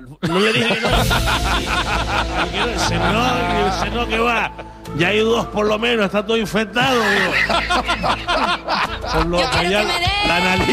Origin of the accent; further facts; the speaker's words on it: Canary Islands, Spain; yo como buen alarmista canario.